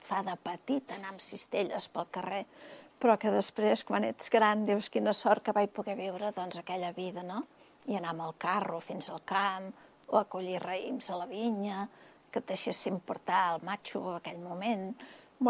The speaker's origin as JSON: {"language": "Catalan", "town": "Manresa", "region": "Catalonia", "country": "Spain", "tie": "born or raised there", "said": "A prop del barri Vell, allà al carrer Sant Salvador, tocar l'Hospital de Sant Andreu. I tota la vida m'he mogut per aquest barri."}